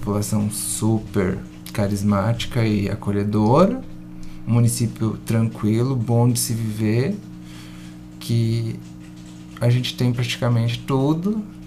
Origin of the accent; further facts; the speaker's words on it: David Canabarro, Rio Grande do Sul, Brazil; now in Vila Maria, Brazil; Minha família é natural de Itavicanabarro, assim como eu também sou. E fazem já 14 anos que eu estou um pouco distante, então agora que eu estou retornando às origens novamente.